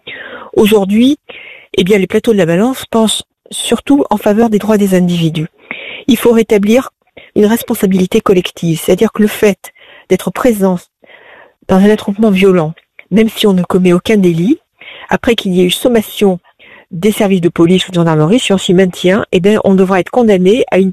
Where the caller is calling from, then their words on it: Brive-la-Gaillarde, Nouvelle-Aquitaine, France; Brive-la-Gaillard.